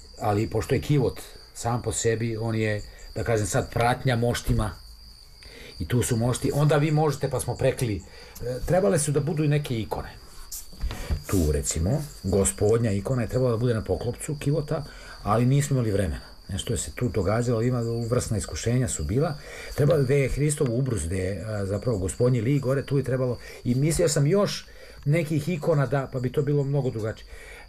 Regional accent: Valjevo, Serbia; ja sam Srbin. Ja sam poreklom Valjevac, znate, ja sam se rodio u Valjevskoj bolnici. I odrastao tu gde jesam, ovo je moje mesto.

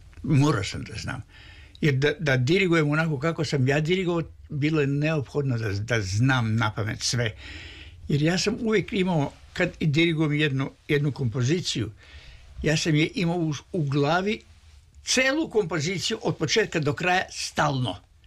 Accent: Russia; Pored toga, ja sam bio Rus. To mnogi nisu volili.

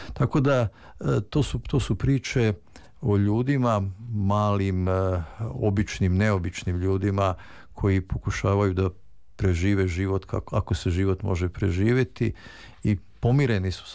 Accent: Vojvodina, Serbia; u mom selu, u kojem sam odrastao, u Banatu, kolonističkom selu

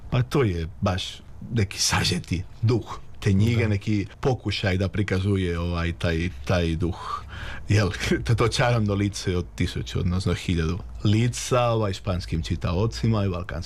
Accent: Catalonia, Spain; Croatian is a second language; now in Sarajevo, Bosnia and Herzegovina; sam Katalonac

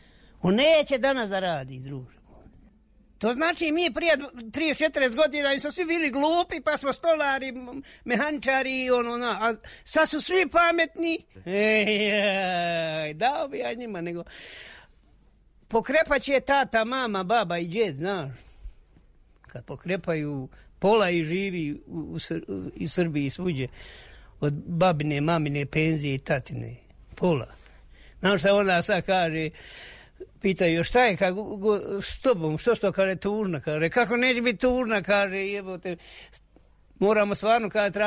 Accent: Konjic, Federation of Bosnia and Herzegovina, Bosnia & Herzegovina; moved away as an adult; now in Višegrad, Bosnia & Herzegovina; 20.000 je nas izbjeglica došlo u Višegrad. 95. 20.000. U tih 20.000 sad nema petlja stanovnika. I ja sam došao iz Konjica. Iz Hercegovine.

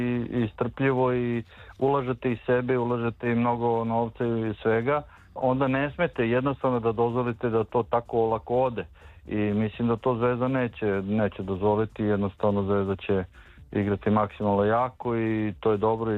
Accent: Serbia; mi smo ipak Srbi, mi ipak volimo da podcenimo ekipe

